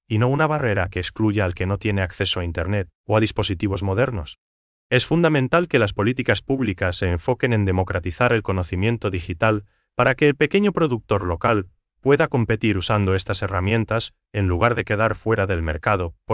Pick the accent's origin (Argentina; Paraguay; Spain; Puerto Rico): Paraguay; locales para que no terminen siendo absorbidas por una estética genérica que borre lo que nos hace únicos como paraguayos.